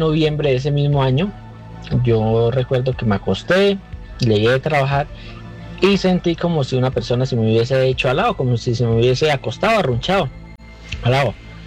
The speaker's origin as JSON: {"language": "Spanish", "region": "Santander", "country": "Colombia", "tie": "born or raised there", "said": "Nosotros somos de Santander. Y pues crecimos en el campo, tenemos una finca"}